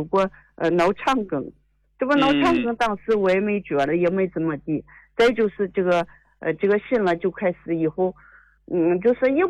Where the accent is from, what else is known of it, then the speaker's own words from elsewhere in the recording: Yantai, Shandong, China; 我是烟台的。